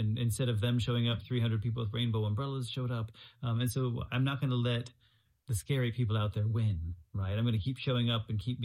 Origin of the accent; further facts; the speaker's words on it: Terre Haute, Indiana, United States; because I'm from Terre Haute, Indiana.